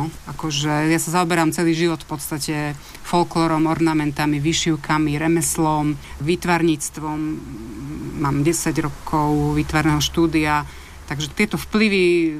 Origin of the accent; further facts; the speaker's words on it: Horná Mičiná, Banská Bystrica Region, Slovakia; now in Kremnica, Slovakia; Tak áno, sme v Kremnici, ale ja pochádzam z Hornej Myčnej pri Banskej Bystrici